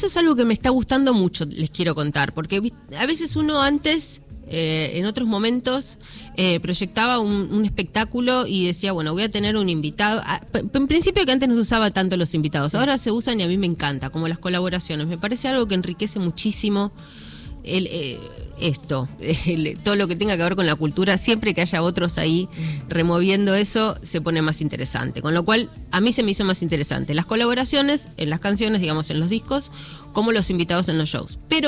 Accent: Argentina; el momento que estemos atravesando nosotros como argentinos

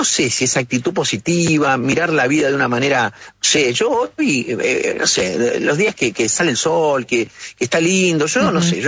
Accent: Rafaela, Santa Fe, Argentina; also born or lived in La Plata; Yo soy de Rafaela, digo, ¿viste? Aun cuando no haya nacido en Rafaela. Pero es un poco el pago chico

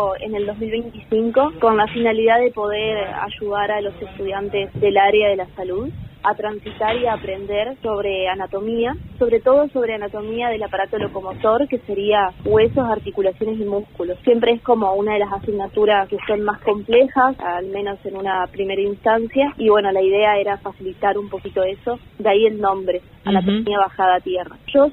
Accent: María Grande, Entre Ríos, Argentina; moved away as an adult; now in Villaguay, Argentina; Soy de María Grande y yo estoy en la curso en la UNER, está en Villaguay, vivo en Villaguay.

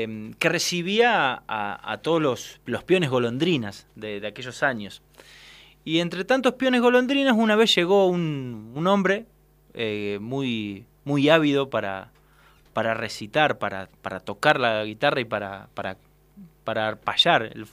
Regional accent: Melo, Cerro Largo, Uruguay; En Melo, en mi pueblo.

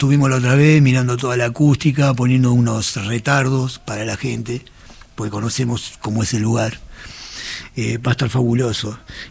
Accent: Argentina

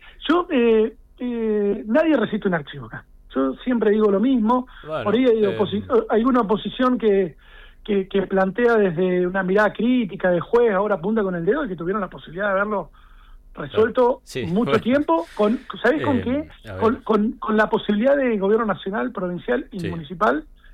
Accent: Pico Truncado, Santa Cruz, Argentina; yo soy de Pico Truncado, ¿qué es que fueron a Truncado?

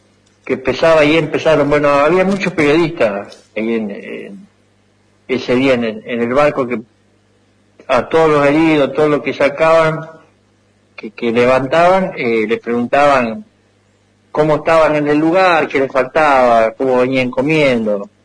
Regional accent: Morteros, Córdoba, Argentina; ¿de dónde sos? Y yo le digo, de Mortero.

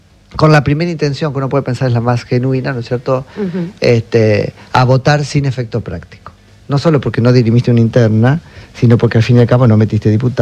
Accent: Argentina; O sea, pagamos carísimo como argentinos, independientemente de los resultados, este, el proceso electoral del año pasado.

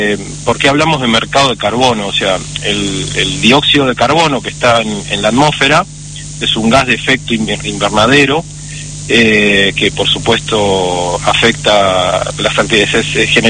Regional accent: Argentina

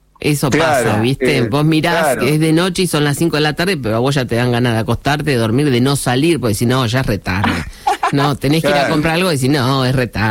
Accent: Buenos Aires, Argentina; moved away as an adult; now in Tierra del Fuego, Argentina; Sí, soy de Capital Federal y también hace 30 años.

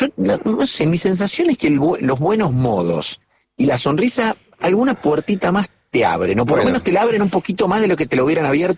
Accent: Sever, Argentina; also born or lived in Córdoba; Sí, de Sever, claro. Sí. Mi papá, mi familia vivía en Sever, vivía en el pueblo. Es un pueblito muy chiquitito

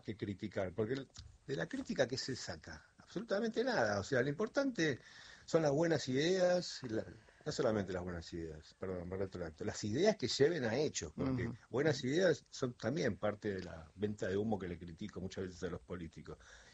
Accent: Argentina; Somos todos el mismo equipo, somos todos argentinos.

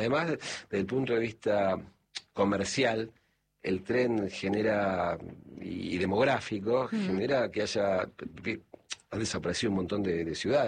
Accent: Buenos Aires, Argentina; Y digo, yo soy de Buenos Aires, uy, Buenos Aires, qué hermosa ciudad.

